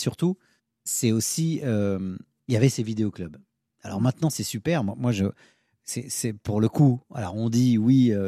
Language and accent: French; France; Et notre identité qui est française, parce qu'on est des Français